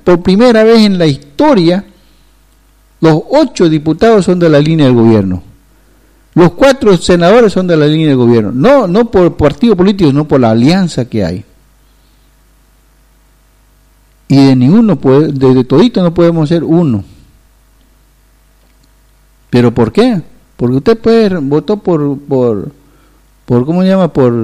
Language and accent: Spanish; eastern lowlands, Bolivia; Pero soy camba.